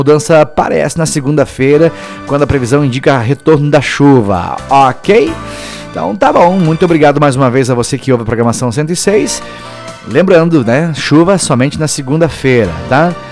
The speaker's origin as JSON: {"language": "Portuguese", "town": "Francisco Beltrão", "region": "Paraná", "country": "Brazil", "said": "A previsão pra nossa querida Francisco Beltrão é minha terra, meu chão."}